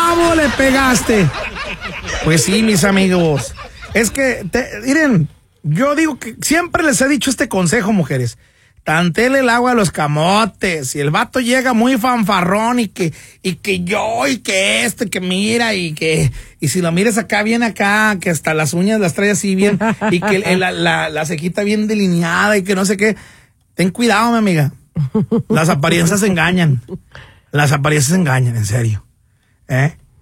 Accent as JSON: {"language": "Spanish", "town": "Xilitla", "region": "San Luis Potosí", "country": "Mexico", "said": "Y eso que no soy de Monterrey, arriba, Gilitla, San Luis Potosí."}